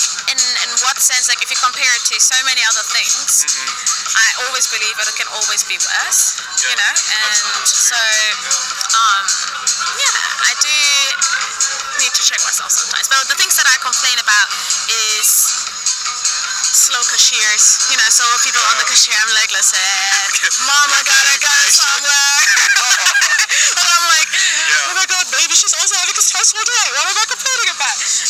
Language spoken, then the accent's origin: English; Germany; my parents are from Ethiopia, and I grew up quite poor in Germany, like, not in a sense of poorness, but, like, a German monetary sense.